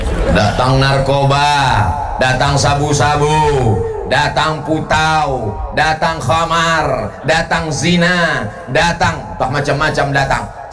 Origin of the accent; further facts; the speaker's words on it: West Sumatra, Indonesia; Saya bukan orang Melayu, Pak Ustaz. Saya Minangkabau, Pak Ustaz.